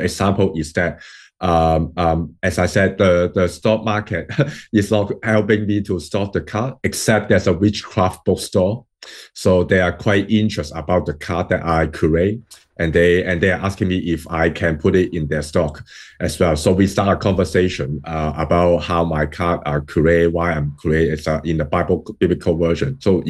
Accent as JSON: {"language": "English", "region": "London", "country": "United Kingdom", "said": "that is like before I'm from London before"}